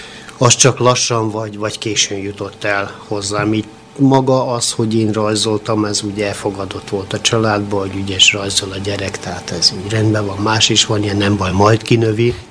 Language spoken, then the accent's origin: Hungarian; Horgoš, Vojvodina, Serbia; Én fölműves szülőktől, tehát Horgoson, Vajdaságban, tehát ez Szeged és Szabadka közötti területen születtem. Ennek a maga előnye és hátránya is nyilván ugyanúgy megvolt, hiszen falu volt ennek, ez volt, lazaságot tudott adni nekünk a gyerekkorban